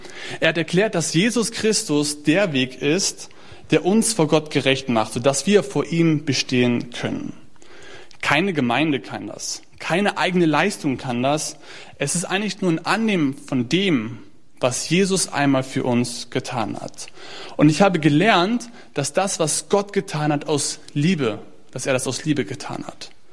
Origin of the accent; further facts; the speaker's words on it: Detmold, North Rhine-Westphalia, Germany; born there; Ich bin schon hier in Detmold geboren worden